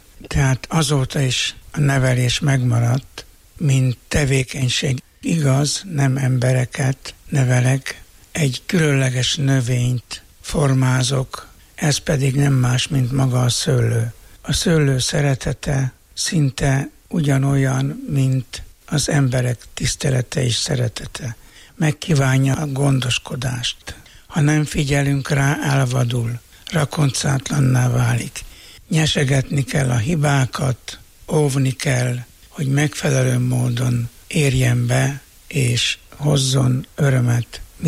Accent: Farád, Győr-Moson-Sopron, Hungary; Én itt születtem, itt nőttem fel gyerekként, itt végeztem az általános iskoláimat, és ide tértem vissza

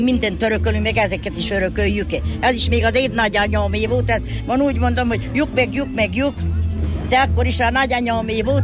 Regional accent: Buják, Nógrád, Hungary; a Bujákit ezt meg lehet különböztetni, mert mi palócok vagyunk.

